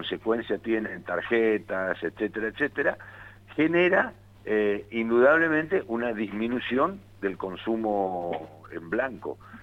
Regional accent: Argentina

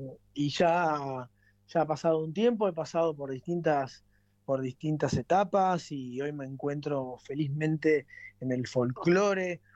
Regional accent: Argentina; primero que todo somos argentinos.

